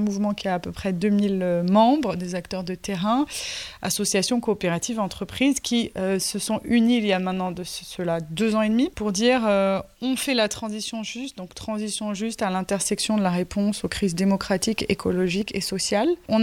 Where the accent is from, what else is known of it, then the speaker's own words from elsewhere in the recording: Provence-Alpes-Côte d'Azur, France; also born or lived in London / Compiègne / Paris; now in Longueuil-Sainte-Marie, France; Alors moi, je suis originaire des Alpes de Haute-Provence, sur les terres de Jean Giono. Je suis arrivée dans la commune il y a maintenant presque 5 ans, donc c'est effectivement assez récent. J'ai été longtemps à l'étranger, près de 12 ans, et plus récemment à Londres